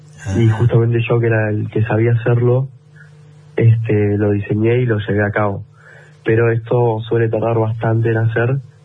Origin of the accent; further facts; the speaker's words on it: Bahía Blanca, Buenos Aires Province, Argentina; nosotros somos de Bahía Blanca